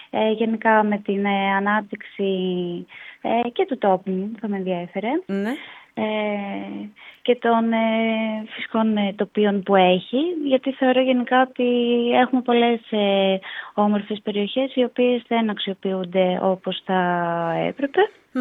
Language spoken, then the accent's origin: Greek; Komotini, Eastern Macedonia and Thrace, Greece; moved away as an adult; now in Athens, Greece; εργάζομαι στην Αθήνα, είμαι από την Κομοτηνή, μεγάλωσα στην Κομοτηνή και σπούδασα στην Ξάνθη